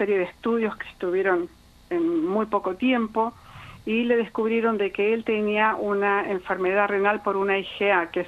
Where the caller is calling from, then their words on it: Gaiman, Chubut, Argentina; soy de Gaima.